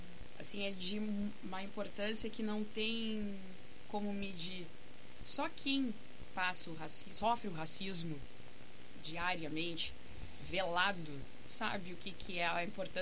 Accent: Pelotas, Rio Grande do Sul, Brazil; eu sou mulher preta, nascida e criada em Pelotas

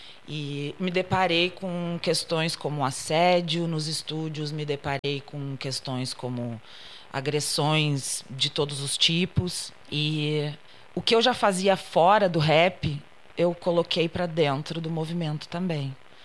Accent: Pelotas, Rio Grande do Sul, Brazil; Eu sou da cidade de Pelotas, nascida e criada na cidade de Pelotas, então eu sou prata da casa, né, como se fala.

